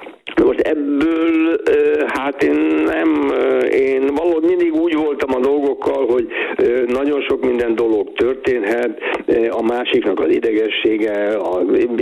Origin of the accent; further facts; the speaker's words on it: Hungary; ezt mi magyarok vagyunk, Magyarországra jöttünk